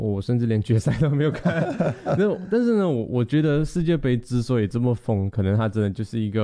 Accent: Malaysia; 其实我自己作为马来西亚人哦，我在马来西亚我最常看的比赛，我觉得还是羽球多过足球啦。

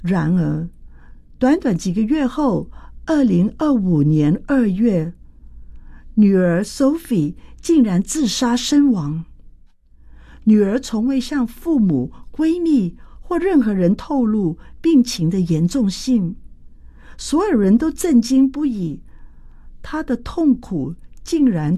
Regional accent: Guangdong, China; 我们广东人说的“平靓正”，就是便宜、漂亮、很棒的意思。

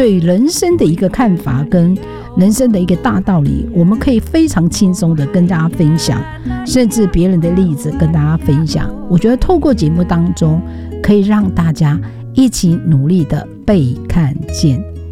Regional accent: Hualien County, Taiwan; 我就是从小到大呢都是在部落出生长大的，从来没离开过

